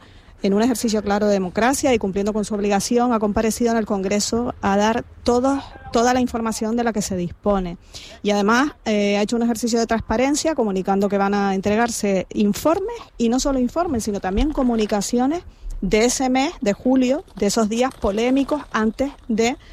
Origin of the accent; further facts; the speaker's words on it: Spain; con Ceuta estamos todos los que somos españoles, por lo menos españoles de bien